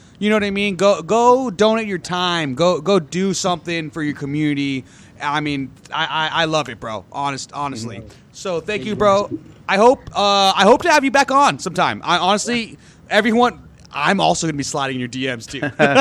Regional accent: Riverside, California, United States; you know, because we're from Riverside, or like Southern California is like, our drive is what, like maybe like

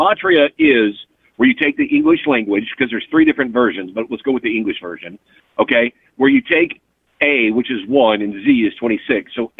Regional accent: Bacliff, Texas, United States; Growing up in Texas, I grew up in what's called Bay Cliff and San Leon, and that's where … had a mansion.

